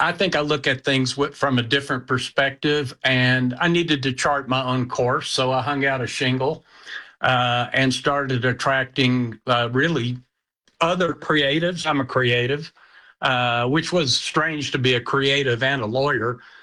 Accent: Grand Prairie, Texas, United States; accent: Texas; first language Yiddish; English is a second language; also born or lived in Dallas; now in Austin, United States; I grew up in Grand Prairie and went to Davy Crockett King of the Wild Frontier Elementary School.

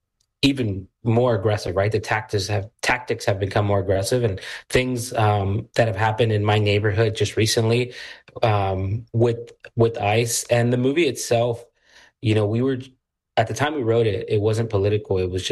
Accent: Houston, Texas, United States; the story reflects the culture that we have in Houston. I grew up on the East End

